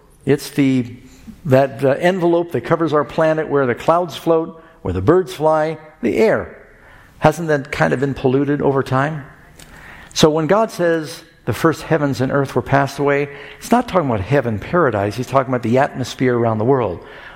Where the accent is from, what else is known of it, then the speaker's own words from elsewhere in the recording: New York City, New York, United States; also born or lived in Los Angeles / Miami; I was born in Los Angeles. Millions of people down there. I don't know how many now. Then Mom moved to New York. Grew up in New York City, another big city. Dad moved to Miami.